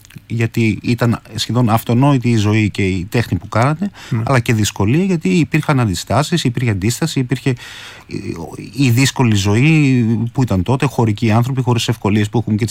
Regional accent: Tinos, South Aegean, Greece; also born or lived in Athens; Γεννήθηκα στην Αθήνα. Τα περισσότερα παιδικά μου χρόνια ήμουνα στην Τίνο, από όπου είναι και η καταγωγή μου.

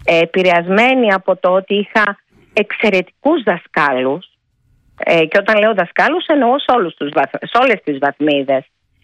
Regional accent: Antissa, North Aegean, Greece; moved away; Γιατί εγώ δεν ήμουνα τέτοιο παιδί. Εγώ ήμουνα παιδί που άρχισε να ζητάει αυτό που θέλει αφού έφυγα από την Άντισσα.

